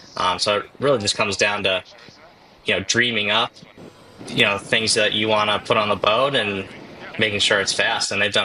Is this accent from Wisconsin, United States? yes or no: yes; Wisconsin, United States; I come from Wisconsin on a small lake, so it's not like I grew up around the ocean